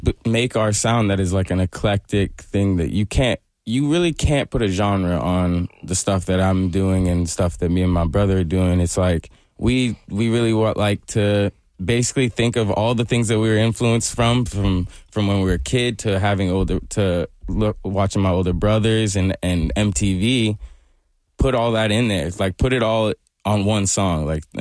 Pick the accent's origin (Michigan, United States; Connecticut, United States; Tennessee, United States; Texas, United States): Tennessee, United States; Nashville; Yeah. I mean, it's a blessing, right? So I grew up here. It all started here. I got my first guitar. I got my first bass.